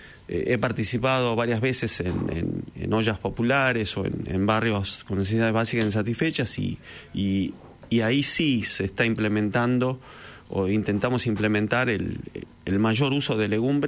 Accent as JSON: {"language": "Spanish", "town": "Azul", "region": "Buenos Aires Province", "country": "Argentina", "said": "Yo también soy de Azul."}